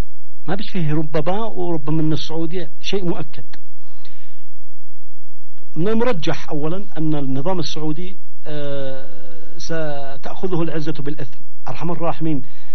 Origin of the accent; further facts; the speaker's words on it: Yemen; أنا صرف يمني